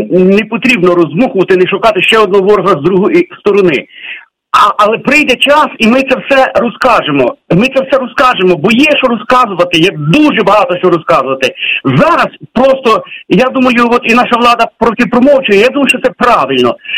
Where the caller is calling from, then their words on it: Volyn Oblast, Ukraine; я з Волині